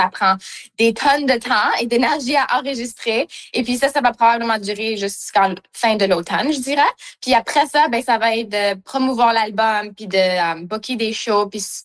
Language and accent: French; Manitoba, Canada; moi, j'ai des racines, comme je suis franco-manitobaine